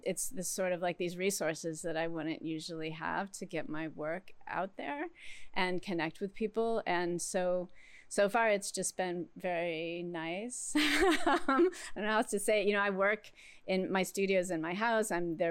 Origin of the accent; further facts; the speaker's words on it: East Coast, United States; moved away as an adult; now in California, United States; I'm from the East Coast